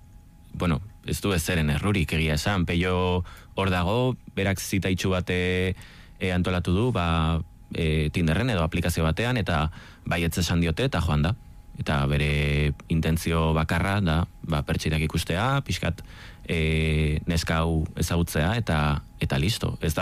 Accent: Vitoria-Gasteiz, Basque Country, Spain; ni gasteiztarra naiz, ni kalekumea naiz ere bai.

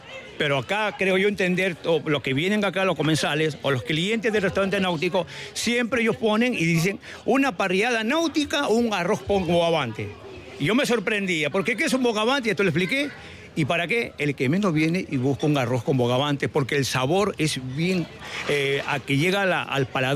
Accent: San Vicente de Cañete, Lima, Peru; moved away as an adult; now in San Vicente de la Barquera, Spain; Yo soy del Perú, soy de San Vicente de Cañete, que pertenece a Lima, a 2 horas de Lima. De San Vicente de Cañete venir a trabajar a San Vicente de la Barquera

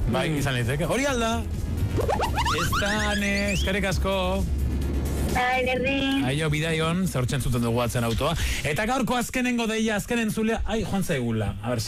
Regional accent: Zarautz, Basque Country, Spain; ni zarauztarra naiz baita ere.

